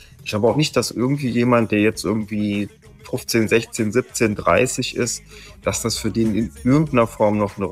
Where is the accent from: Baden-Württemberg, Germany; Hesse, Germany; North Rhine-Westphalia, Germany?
Hesse, Germany; Da würde ich dann eher sagen, so als Hesse finde ich den irgendwie cool. Aber nicht als Westdeutsch.